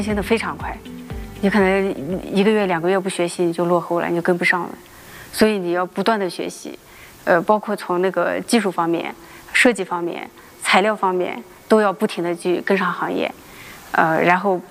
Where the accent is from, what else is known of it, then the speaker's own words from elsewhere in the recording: Qinghai, China; 因为我挺热爱我家乡的，因为我觉得青海也挺好的，所以我愿意回来。